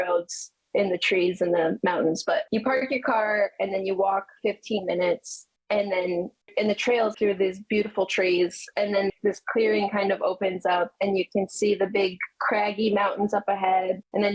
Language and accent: English; Michigan, United States; They weren't jumping, but you know, we're from Michigan, so dolphin sightings are, you got to pay for those.